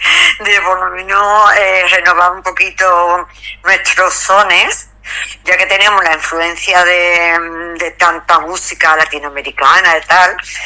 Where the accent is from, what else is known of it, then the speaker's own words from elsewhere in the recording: Seville, Andalusia, Spain; Soy de Sevilla, sí.